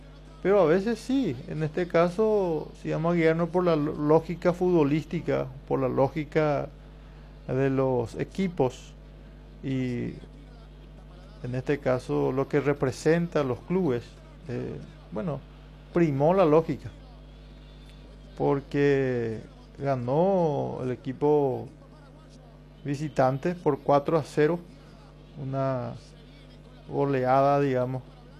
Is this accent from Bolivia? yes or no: no; Paraguay; como paraguayos que somos